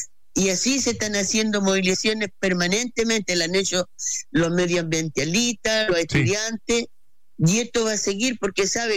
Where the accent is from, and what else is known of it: Chile